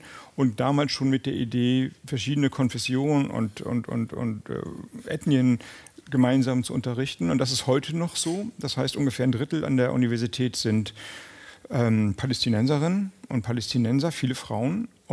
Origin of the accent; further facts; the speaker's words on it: Germany; moved away as an adult; now in Copenhagen, Denmark; ich bin Deutscher